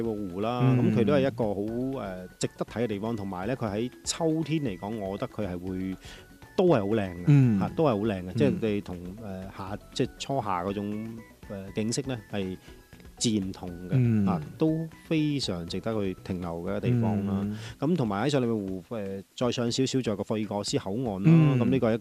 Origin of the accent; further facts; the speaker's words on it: Guangdong, China; 同我哋廣東人